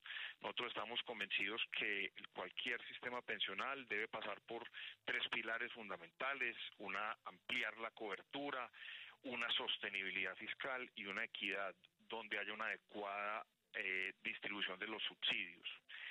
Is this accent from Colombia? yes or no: yes; Colombia; Tenemos como colombianos que seguir activos, permanentes, apoyando toda esta reconstrucción